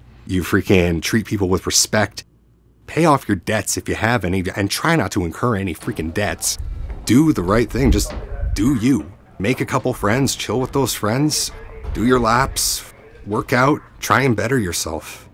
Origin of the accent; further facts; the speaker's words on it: Canada; Being a Canadian in Australian prison, finally leaving Long Bay